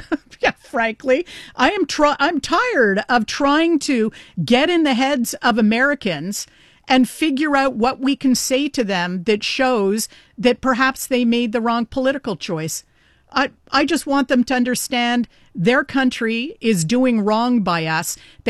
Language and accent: English; Canada; Even though as a Canadian, I understand where it comes from.